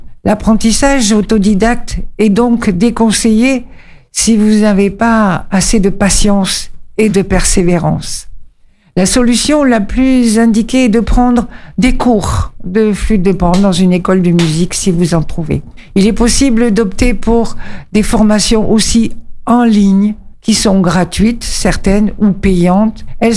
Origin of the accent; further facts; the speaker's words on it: Mediterranean, France; moved away; ça vient du pays d'où je viens, de la Méditerranée.